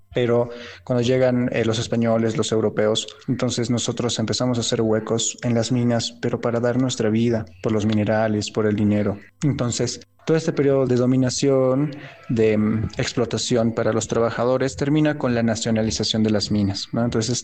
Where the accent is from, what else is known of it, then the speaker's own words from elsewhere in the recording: Bolivia; toda la historia de nuestro país, de Bolivia